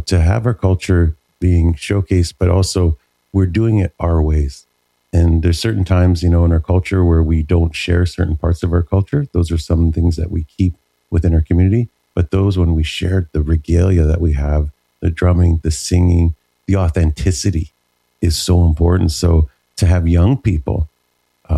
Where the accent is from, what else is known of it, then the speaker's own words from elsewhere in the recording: Vancouver, British Columbia, Canada; from where I've come from and growing up in Vancouver